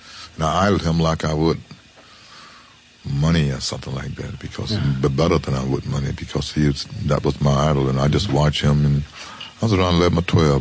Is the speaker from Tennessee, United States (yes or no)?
yes; Memphis, Tennessee, United States; And I'm from Memphis.